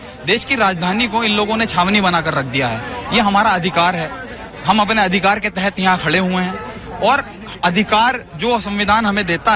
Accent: Uttar Pradesh, India; मैं उत्तर प्रदेश का नागरिक हूँ, लेकिन ओखला से मैं आया हूँ।

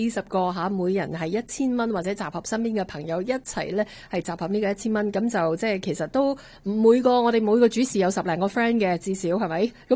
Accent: Canada; 我哋加拿大人嘅精神

